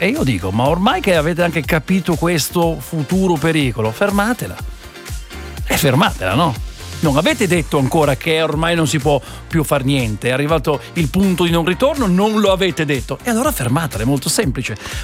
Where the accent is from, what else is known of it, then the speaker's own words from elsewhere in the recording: Udine, Friuli-Venezia Giulia, Italy; io sono di Udine, li conosco tutti, capisci?